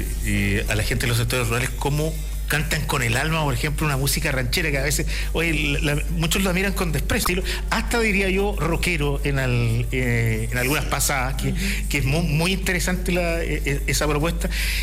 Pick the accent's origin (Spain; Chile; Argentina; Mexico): Chile; Comenzamos a hablar como chilenos, creyendo que todo el mundo nos entiende